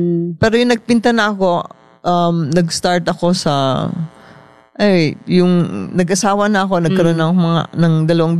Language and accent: Tagalog; Davao, Davao Region, Philippines; also born or lived in New York; Eventually, dumaan ako sa interior, nag-interior ako. I spent a couple of years in New York. Pagbalik ko sa taga Davao ako eh.